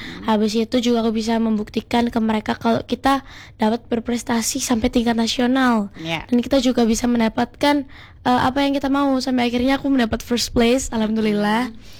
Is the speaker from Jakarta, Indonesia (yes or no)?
no; Surabaya, East Java, Indonesia; aku berasal dari Asmrowo